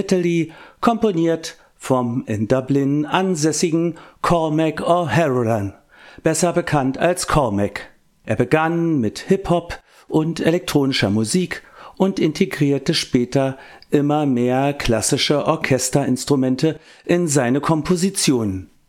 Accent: Germany

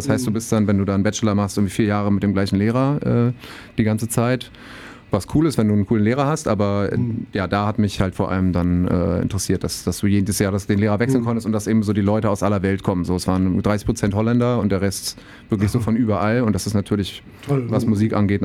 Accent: Göttingen, Lower Saxony, Germany; moved away as an adult; also born or lived in Amsterdam; Ich komme aus Göttingen, aus Südniedersachsen.

